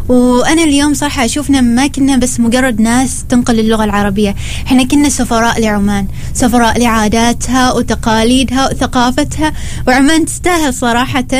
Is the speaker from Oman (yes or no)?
yes; Oman; يعني كيف نحن كعمانيين, حتى مثلا رويناهم الأزياء العمانية, خليناهم يقربوها